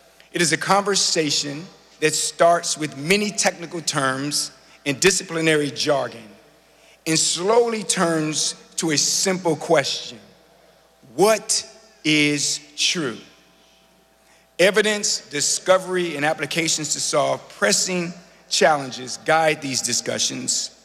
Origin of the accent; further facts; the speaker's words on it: Illinois, United States; moved away; my home state, Illinois, and in particular, Sangamon County, Illinois